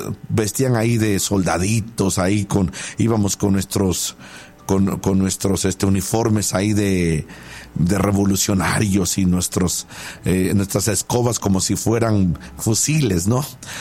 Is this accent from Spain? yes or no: no; Mexico; Por cierto que yo soy mexicano, aunque parezco europeo